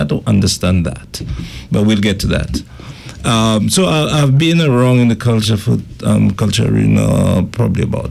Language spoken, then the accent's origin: English; Soufrière, St. Lucia; born there; also born or lived in Castries; I'm from Soufra. I love Soufra. I did all my schooling years in Castries. Attended Methodist Primary, Castries Comprehensive